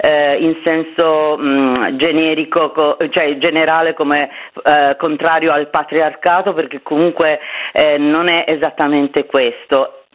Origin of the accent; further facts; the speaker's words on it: Sardinia, Italy; Io sono arrivata 6 anni fa, non sono nativa di questi luoghi, sono sarda ma non sono di Bonorva, non sono del Meiogu, e il mio primo obiettivo è stato quello di integrarmi